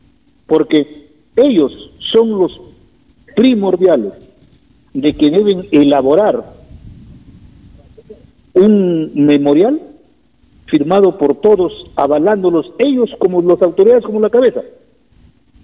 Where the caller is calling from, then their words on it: Olmos, Lambayeque, Peru; Porque yo vivo en Olmos, les digo. Entonces yo no vivo en Chiclayo, le digo.